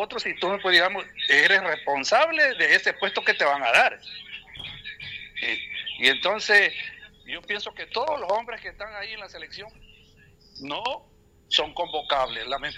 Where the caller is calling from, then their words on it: Ecuador; Ojalá, como ecuatoriano